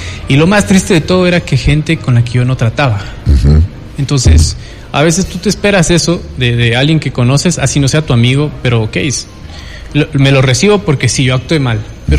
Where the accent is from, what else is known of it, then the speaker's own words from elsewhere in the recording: Ecuador; Oye, entre ecuatorianos no deberíamos ponernos el pie.